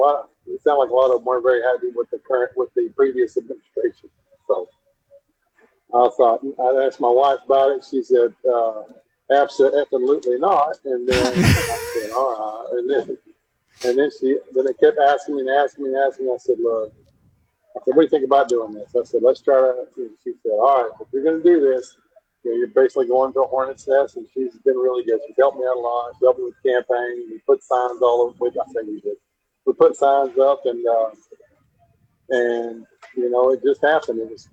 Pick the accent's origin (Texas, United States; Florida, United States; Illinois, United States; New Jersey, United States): Texas, United States; Duncanville; I grew up in Duncanville, which is, almost 40,000 people. I was went off to school to go play at KU and got drafted by the Jazz.